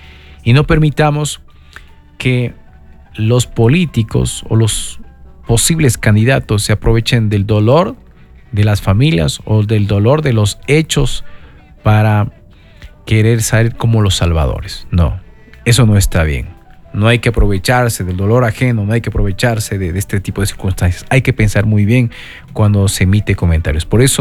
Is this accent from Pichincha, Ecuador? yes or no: no; Ibarra, Imbabura, Ecuador; duele como ibarreño, duele como ecuatoriano